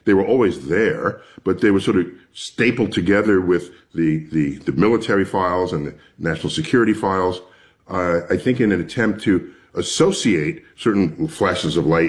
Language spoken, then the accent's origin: English; New York City, New York, United States; a first visit to my local planetarium, born and raised in New York City.